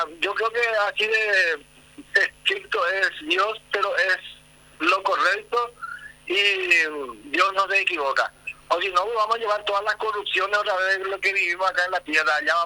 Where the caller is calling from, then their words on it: Itapúa, Paraguay; estoy llamando desde Itapúa, desde Lira.